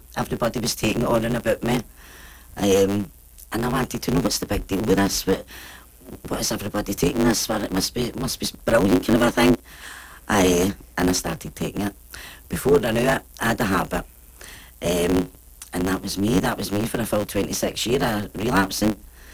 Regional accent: Glasgow, Scotland, United Kingdom; I'm from Easterhouse there.

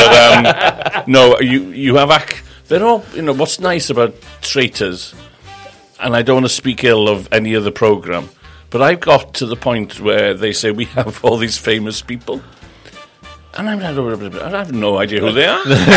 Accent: Anglesey, Wales, United Kingdom; Because I come from North Wales, I come from Ynysmon, from Anglesey.

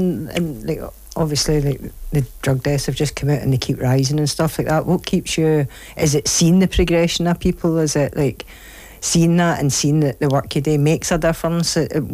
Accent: Stranraer, Scotland, United Kingdom; I grew up in Stranraer and I've been down there with Rod for Borders and Recovery

